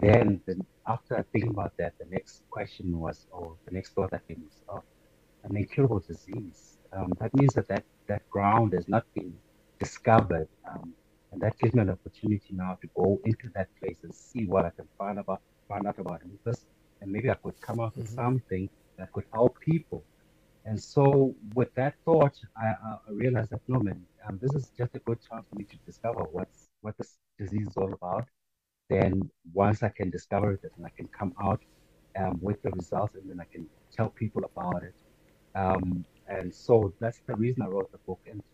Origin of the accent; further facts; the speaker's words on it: South Africa; also born or lived in Ghana; I was born in Ghana. I stayed, let's say, 1 year, and then I moved straight to South Africa. So I don't really have record of my Ghanaian background.